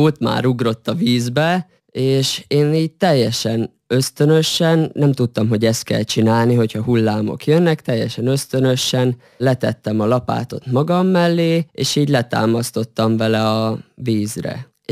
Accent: Senta, Vojvodina, Serbia; Igen, Zentán is töltöttem úgy a eddigi fiatalságom meghatározó részét. Ott nőttem fel 6 éves koromtól egészen 20 éves koromig. Ott jártam ki az általános iskolát, a gimnáziumot.

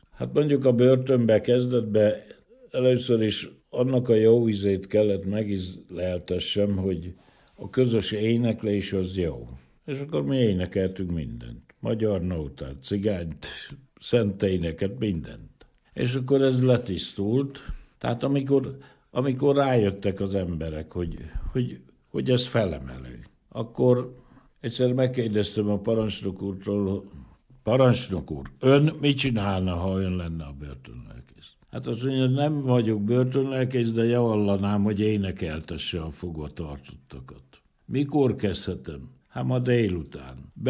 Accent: Hungary; Én egy magyar ember vagyok, akinek van hagyománya, amit az apjától meg az anyjától tanult.

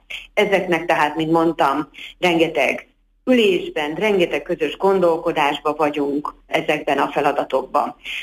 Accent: Miskolc, Borsod-Abaúj-Zemplén, Hungary

